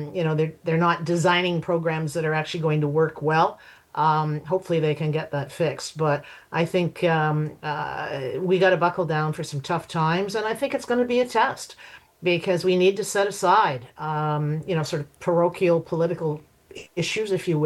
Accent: Canada; Canadians

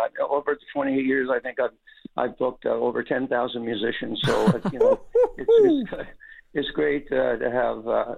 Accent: Mississauga, Ontario, Canada; I grew up in Port Credit, and at that time there was no Mississauga. And, they were all basically just small little villages that finally made up the city of Mississauga.

